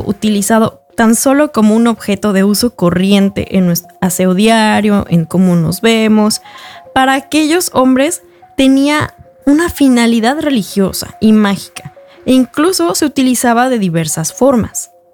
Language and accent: Spanish; Mexico; now in Norway; para quien no me conoce, soy periodista de México